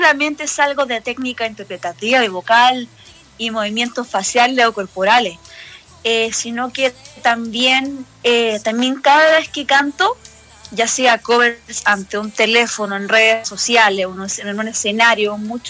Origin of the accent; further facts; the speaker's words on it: Santiago, Santiago Metropolitan Region, Chile; Soy de Santiago.